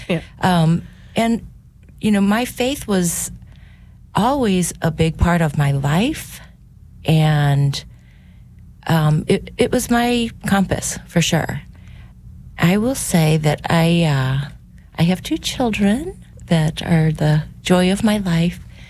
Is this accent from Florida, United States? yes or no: no; Crestwood, Missouri, United States; Yeah, I grew up in Crestwood.